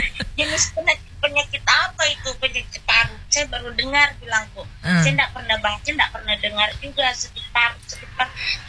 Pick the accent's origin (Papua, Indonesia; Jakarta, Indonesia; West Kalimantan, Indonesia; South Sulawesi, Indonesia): South Sulawesi, Indonesia; moved away; Kalau ketemu sesama dari kampung Mbak ya, saya pakai bahasa Bugis.